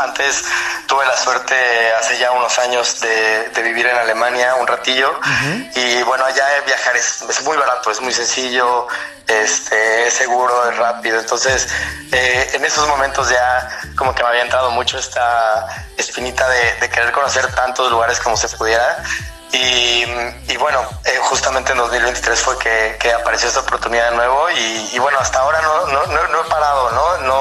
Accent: Mexico; quise representar pues mis raíces, ¿no? Que siguen siendo mexicanas y serán siempre

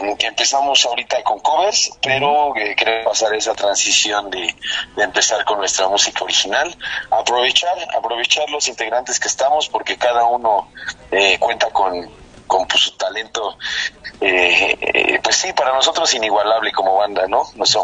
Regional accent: Chalco, State of Mexico, Mexico; somos de aquí todos oriundos de Chalco, todos somos de Chalquito.

